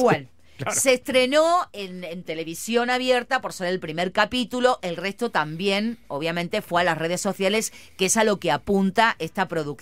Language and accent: Spanish; Lanús, Buenos Aires Province, Argentina; Soy de Lanús y de Lanús profundo. Sí. De Lanús profundo, de calle de tierra y techo de losa.